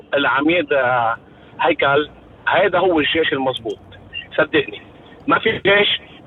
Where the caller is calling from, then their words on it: Lebanon; عندنا بلبنان.